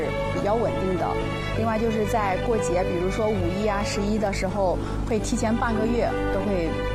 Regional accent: China; moved away; 是我们摸狗的一位村民，也是一名普通的返乡创业者。2015年初的时候，然后当时我跟我老公带着孩子，我们回到老家

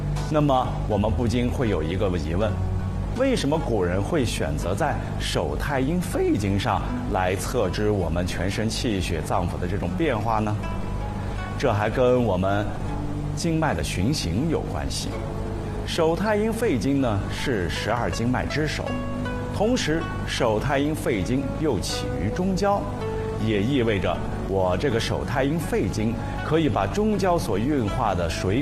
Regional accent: China

